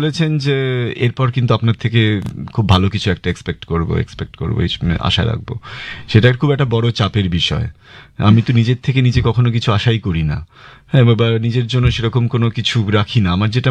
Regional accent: West Bengal, India; এপার বাংলাতেও আমরা

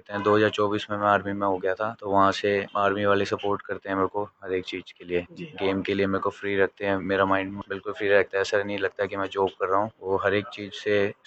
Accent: Delhi, India; sir मैं दिल्ली का रहने वाला हूँ, द्वारका मोड़ से यहाँ रहता हूँ मैं, द्वारका मोड़ पे

